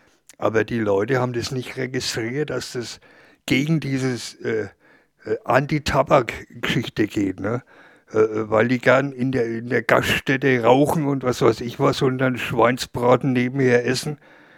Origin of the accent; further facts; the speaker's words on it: Bavaria, Germany; ich als Franke